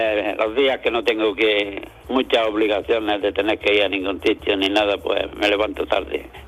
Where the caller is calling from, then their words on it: Almuñécar, Andalusia, Spain; Hola Manolo … de Almuñécar.